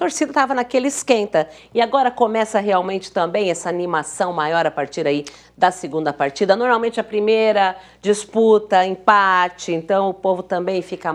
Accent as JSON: {"language": "Portuguese", "region": "São Paulo", "country": "Brazil", "tie": "born or raised there", "moved": "yes", "said": "São Paulo, minha terra natal"}